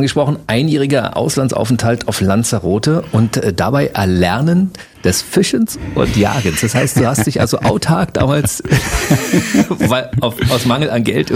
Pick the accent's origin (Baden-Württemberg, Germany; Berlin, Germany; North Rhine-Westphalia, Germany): Berlin, Germany; ich bin auch Berliner. Also in Berlin geboren und aufgewachsen.